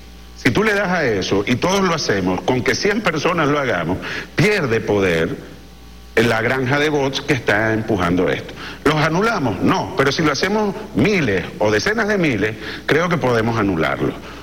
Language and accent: Spanish; Venezuela; lo que debemos hacer es valorarnos como venezolanos y reconocernos los unos a los otros, con nuestras virtudes y nuestros defectos.